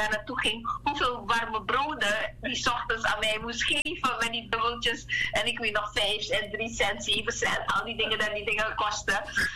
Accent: Suriname

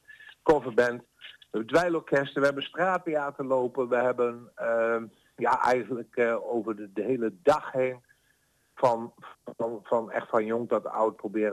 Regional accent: Doesburg, Gelderland, Netherlands; now in Vaassen, Netherlands; Ik kom oorspronkelijk uit Doesburg. Dat was ook echt een verenigingsdorp, of stadje moet ik zeggen, Doesburg.

